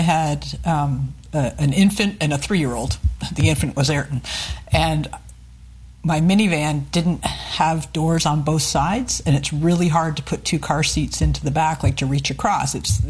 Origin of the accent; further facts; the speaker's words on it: Canada; You're absolutely right. Canadians wouldn't, but we are American for all intents and purposes when it comes to the market.